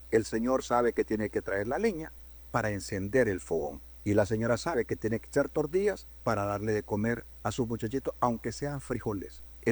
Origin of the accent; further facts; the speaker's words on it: Honduras; En mi pueblo le decimos palo